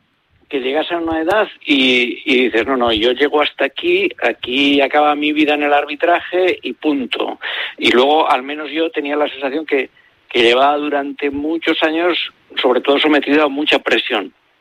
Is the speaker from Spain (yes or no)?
yes; Cantavieja, Aragon, Spain; Yo estaba estudiando en Teruel, en una residencia de estudiantes, porque soy un pobrecito de Cantavieja.